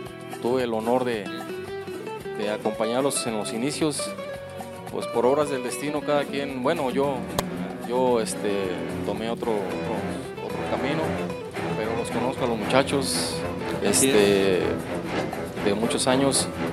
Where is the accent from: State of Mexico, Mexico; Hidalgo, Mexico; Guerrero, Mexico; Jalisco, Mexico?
Jalisco, Mexico; Jamay; soy originario de Jamay, Jalisco. Tengo 47 años.